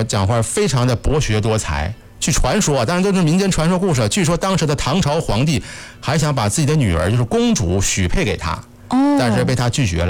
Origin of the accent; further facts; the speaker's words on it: Yingkou, Liaoning, China; 咱们家乡营口